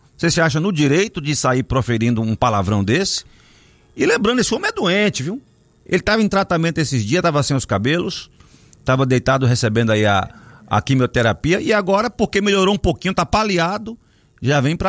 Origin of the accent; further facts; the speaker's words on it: Bahia, Brazil; Eu sou baiano e concordo plenamente com ele.